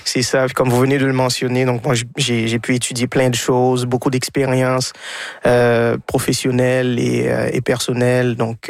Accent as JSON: {"language": "French", "country": "Haiti", "tie": "born or raised there", "moved": "as an adult", "lives_now": "Quebec, Canada", "said": "je suis né et élevé en Haïti, donc j'ai laissé autour de 19 ans. Ma mère habitait déjà le Québec."}